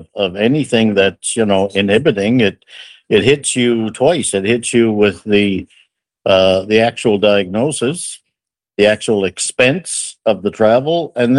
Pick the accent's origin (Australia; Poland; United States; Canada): Canada; Newfoundland and Labrador; that's part of being a Newfoundlander.